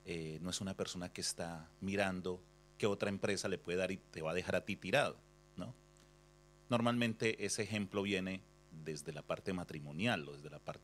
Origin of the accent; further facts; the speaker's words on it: Cartago, Valle del Cauca, Colombia; él era de mi tierra, de Cartago Valle, Colombia